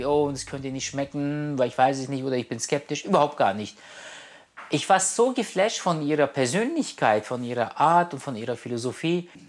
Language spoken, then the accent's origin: German; Turkey; moved away; Gebürtig komme ich aus der Türkei. Ich bin in Pago geboren.